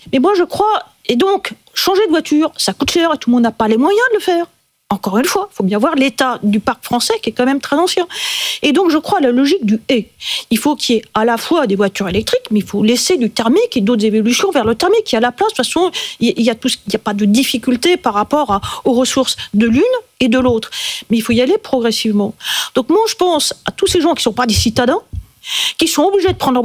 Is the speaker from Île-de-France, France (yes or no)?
yes; Île-de-France, France; moi, je viens des Yvelines, l'infrastructure n'est pas terrible.